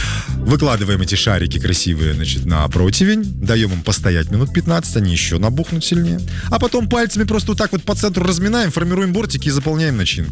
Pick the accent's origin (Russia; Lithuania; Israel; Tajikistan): Russia; Urals; А я с Урала, парень.